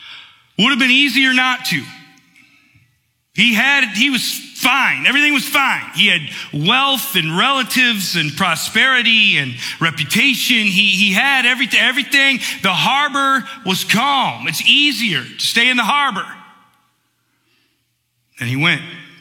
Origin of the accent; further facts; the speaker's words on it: Michigan, United States; I grew up here in Michigan.